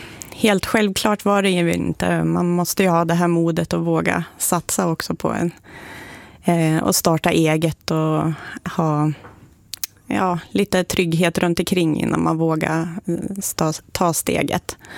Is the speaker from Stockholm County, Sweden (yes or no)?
no; Västernorrland County, Sweden; born there; Men när man blir lite äldre, man inser hur bra det var där ändå i Ljusstorp.